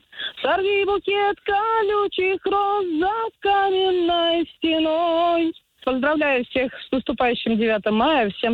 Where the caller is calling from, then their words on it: Saratov Oblast, Russia; я из Саратовской области.